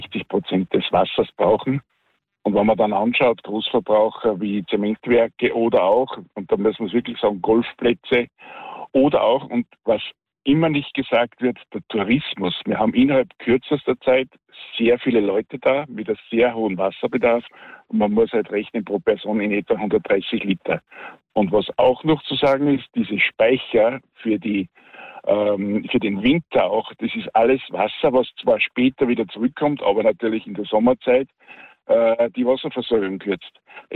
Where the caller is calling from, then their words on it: Henndorf am Wallersee, Salzburg, Austria; ich rufe aus Hendorf an.